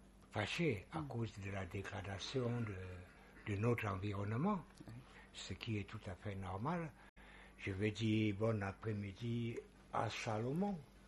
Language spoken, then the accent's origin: French; Cameroon; Je suis un Camerounais.